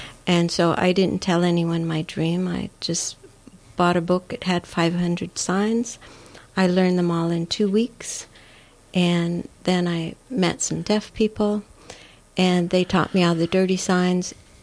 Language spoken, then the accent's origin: English; England, United Kingdom; also born or lived in Ohio, United States; Made in England, born in Ohio, moved to England when I was a child